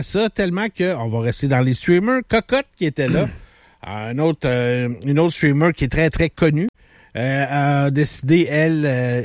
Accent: Saguenay, Quebec, Canada; Mais tu comprends que je viens de Saguenay.

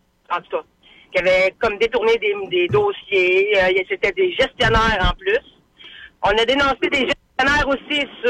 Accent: Quebec, Canada; Puis, parce que je viens de la Côte-Nord.

